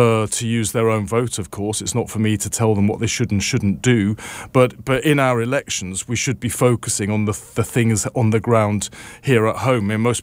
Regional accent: England, United Kingdom; I'm British, I'm English, I'm a Christian.

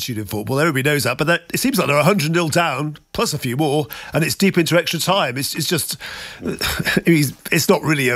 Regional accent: Manchester, North West England, United Kingdom; I'm from Manchester

